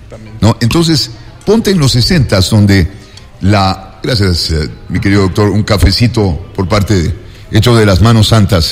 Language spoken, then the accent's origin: Spanish; Ecuador